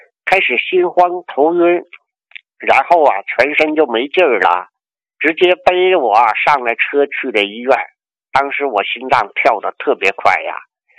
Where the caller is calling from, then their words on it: Handan, Hebei, China; 我是邯郸丛台区的，今年58了。